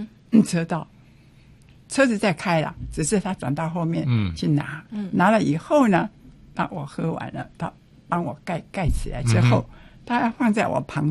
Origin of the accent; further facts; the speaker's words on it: China; 但是我们中国人很注重